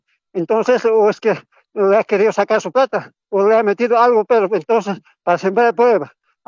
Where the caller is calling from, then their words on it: San Benito, Cochabamba, Bolivia; desde San Benito, Valle Alto.